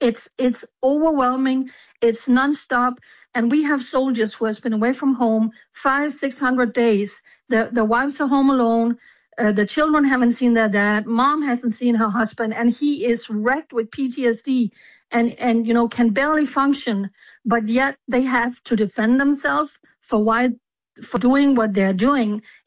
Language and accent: English; Denmark; I said, I'm from Denmark.